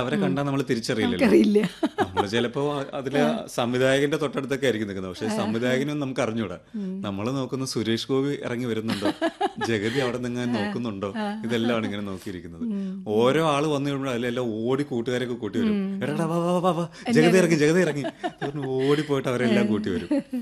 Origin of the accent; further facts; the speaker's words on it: Kerala, India; ഞാൻ ഒരുപാട് ഷൂട്ടിംഗ് എല്ലാം നടക്കുന്ന ഒരു സ്ഥലത്തായിരുന്നു എന്റെ കുട്ടിക്കാലം. അവിടെ ഫാക്ട് ടൗൺഷിപ്പിലായിരുന്നു.